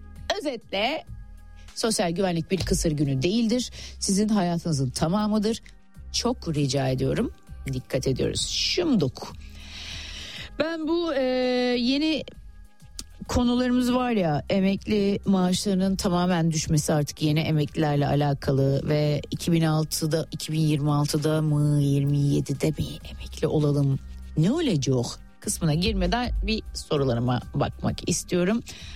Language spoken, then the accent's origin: Turkish; Yeşilköy, Istanbul, Turkey; Ben kendim de, ki hep bunu bahsediyorum, Yeşilköylüyüm.